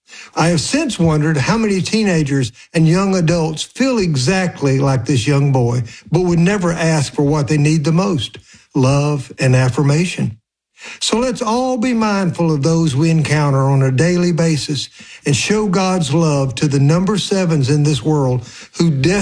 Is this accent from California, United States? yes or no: no; Alabama, United States; I was in an ice hockey rink while growing up in South Alabama.